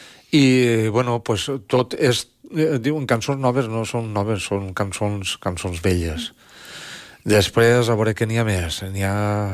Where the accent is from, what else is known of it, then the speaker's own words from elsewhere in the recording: Xàtiva, Valencian Community, Spain; un altre de Xàtiva, del meu poble, no, de la meva ciutat. Jo soc de ciutat.